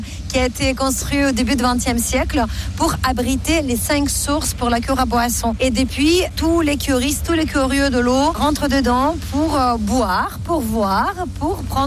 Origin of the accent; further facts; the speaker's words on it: Vichy, Auvergne-Rhône-Alpes, France; C'est autorisé et il faut le faire parce que chez nous, à Vichy, c'est gratuit.